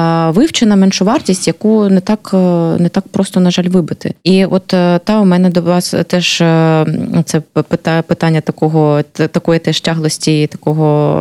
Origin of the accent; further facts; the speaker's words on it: Luhansk Oblast, Ukraine; оскільки я з Луганщини і про своїх земляків саме з мого регіону.